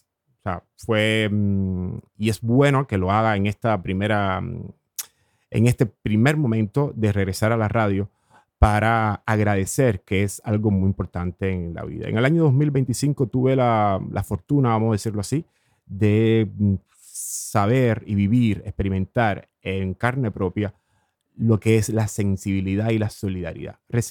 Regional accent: Cuba; moved away; Finalmente tuve que regresar a Cuba. He pasado un año en mi país. He regresado hace muy poco tiempo

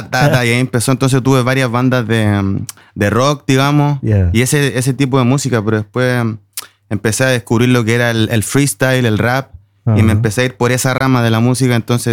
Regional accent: Viña del Mar, Valparaíso, Chile; moved away as an adult; now in Norway; De Viña del Mar.

